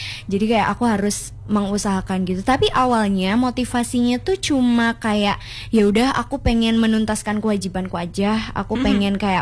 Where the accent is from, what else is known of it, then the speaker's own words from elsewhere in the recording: Gondanglegi District, East Java, Indonesia; aku kan anak Kabupaten Nyol ya Kak ya. Dan aku tuh anak aku dari kecamatan yang namanya itu Kecamatan Gondanglegi.